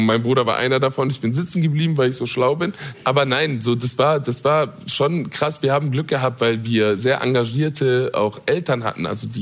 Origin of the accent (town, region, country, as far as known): Duisburg, North Rhine-Westphalia, Germany; born or raised there